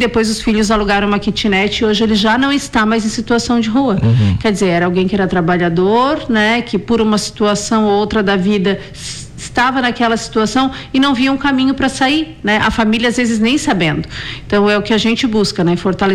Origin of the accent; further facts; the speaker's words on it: Rio Grande do Sul, Brazil; eu sou do Rio Grande do Sul, mas qual foi o teu último lugar que você passou?